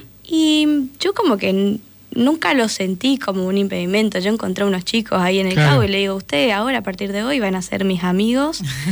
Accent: Paso de los Libres, Corrientes, Argentina; now in Concordia, Argentina; encontré que había en Concordia, que me queda cerca, soy de Paso de los Libres de Corrientes

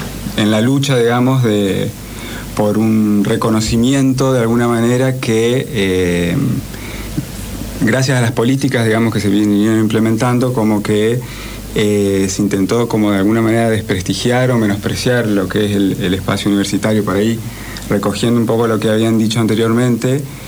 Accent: Argentina; para todo nuestro país, los argentinos

